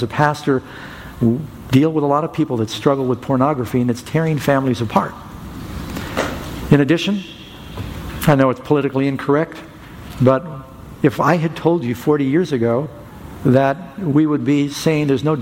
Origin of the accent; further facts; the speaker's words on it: New York City, New York, United States; I grew up in New York City